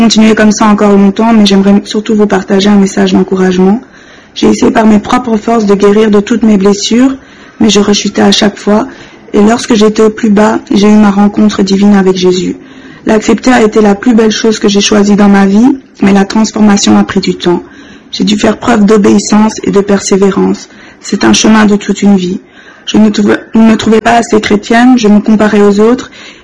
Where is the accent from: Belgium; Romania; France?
Belgium; Brussels, Brussels-Capital Region; Bonjour à tous, donc … je viens de Bruxelles et je suis très honorée de pouvoir vous partager un petit témoignage aujourd'hui.